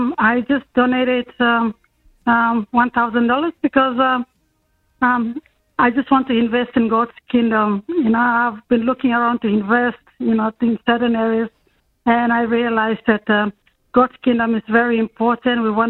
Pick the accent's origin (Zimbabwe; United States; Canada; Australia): Australia; Derby, Western Australia; from Derby, Western Australia.